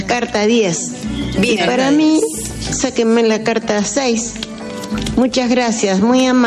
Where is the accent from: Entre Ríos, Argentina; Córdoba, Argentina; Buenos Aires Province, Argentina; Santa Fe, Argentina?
Santa Fe, Argentina; Arroyo Seco; Soy de Arroyo Seco, provincia de Santa Fe.